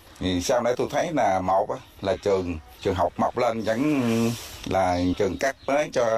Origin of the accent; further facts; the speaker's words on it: An Giang, Vietnam; Và tôi thấy nông thôn mới của quê hương tôi là rất đẹp đó.